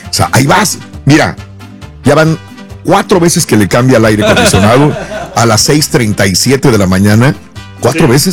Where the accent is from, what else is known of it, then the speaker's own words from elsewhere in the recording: Mexico; recordar que somos mexicanos y sí, tenemos señor, raíces. Claro, cuando menos sí, los que somos inmigrantes directamente desde México